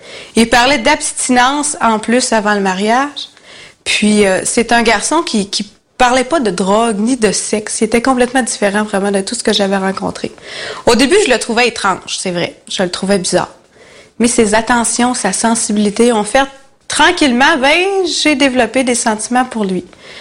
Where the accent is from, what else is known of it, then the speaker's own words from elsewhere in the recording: Quebec, Canada; j'étais seule dans cette région-là parce que je venais du Saguenay, puis j'étais à Québec